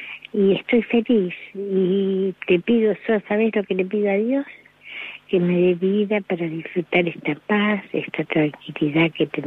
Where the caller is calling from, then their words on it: Mar del Plata, Buenos Aires Province, Argentina; Somos socios del Hospital de la Comunidad, que acá en Mar del Plata es lo mejor que hay, dentro de lo que da jubilados.